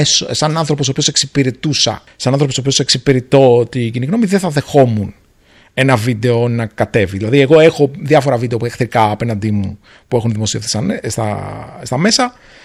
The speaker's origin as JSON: {"language": "Greek", "country": "Greece", "lives_now": "Singapore"}